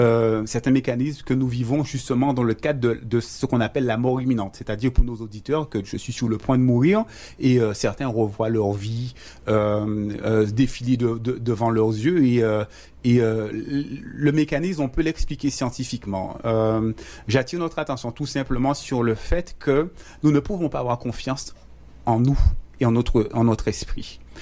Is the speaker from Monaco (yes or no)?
no; Guadeloupe; même en tant que Guadeloupéen, on est français, donc de culture occidentale.